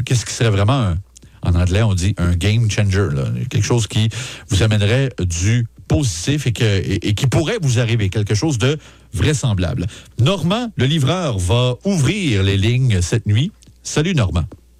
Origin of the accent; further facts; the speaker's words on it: Quebec, Canada; Moi, je viens des régions.